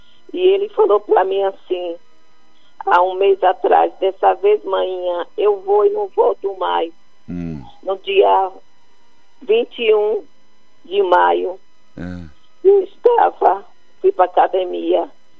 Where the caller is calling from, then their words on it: Salvador, Bahia, Brazil; Eu falo de Salvador